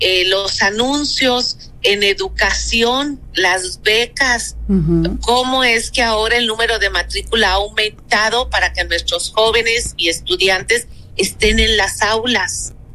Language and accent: Spanish; Mexico; Como mexicanos debemos de estar unidos